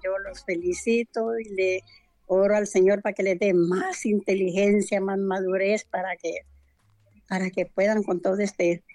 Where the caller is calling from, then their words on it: Choloma, Cortés, Honduras; de aquí le hablo de Choloma.